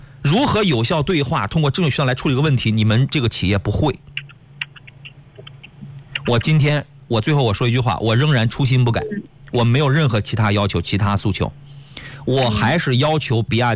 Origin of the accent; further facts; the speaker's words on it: Qingdao, Shandong, China; 青岛的朋友，我老家的朋友，我的老乡们，我一般我不会说这样的话。这家店你们要慎重。我作为一个青岛人，